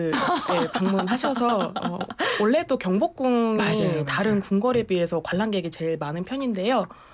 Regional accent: Seoul, South Korea; 저는 이제 서울 사람인데 이 딱딱한 이 도심에서 좀 편안한 자연으로 들어가는 느낌이 너무 좋은 것 같습니다.

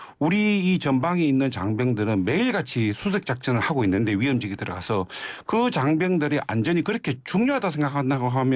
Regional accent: Mungyeong, North Gyeongsang, South Korea; moved away; 저희 고향에 계신 분들 이렇게 예, 문경 상주 지역인데

